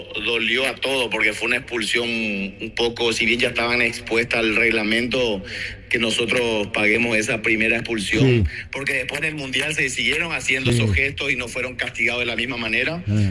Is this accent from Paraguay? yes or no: yes; Paraguay; also born or lived in United States; Yo nací en los Estados Unidos, pero a los 2 meses ya fui a Paraguay. O sea, soy más paraguayo que la mandioca, como se dice.